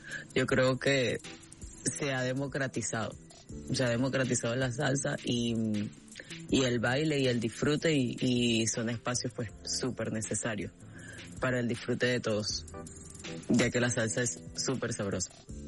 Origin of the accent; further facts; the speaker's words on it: Barinas, Venezuela; Yo soy de Barinas, y en Barinas la música llanera y el joropo se bailaba o se baila con faldas muy largas